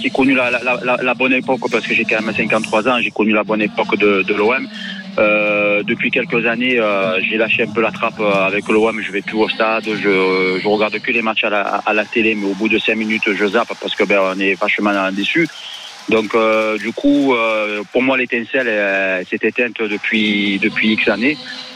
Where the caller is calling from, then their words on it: Marseille, Provence-Alpes-Côte d'Azur, France; De Marseille, je suis de Marseille, moi.